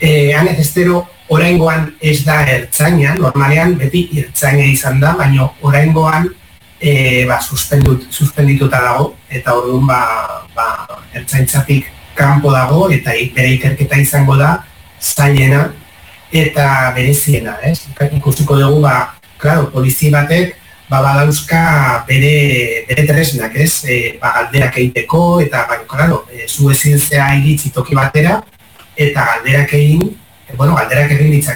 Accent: San Sebastián, Basque Country, Spain; Ni donostiarra naiz, baino paisaian eta Uria mendian asko ibili naiz, asko.

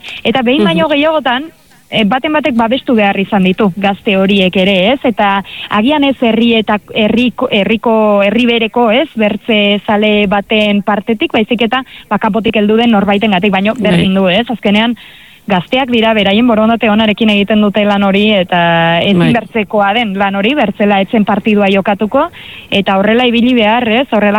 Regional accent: Lesaka, Navarre, Spain; baina nire herrian, Lesakan, oroitzena iz

